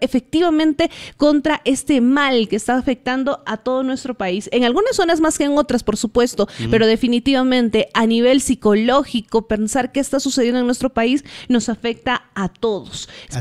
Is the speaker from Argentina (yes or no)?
no; Peru; nos afecta como peruanos.